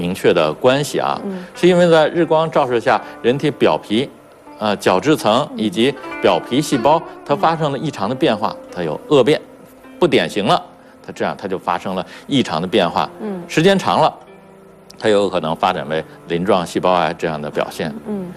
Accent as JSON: {"language": "Chinese", "country": "China", "said": "我们中国人"}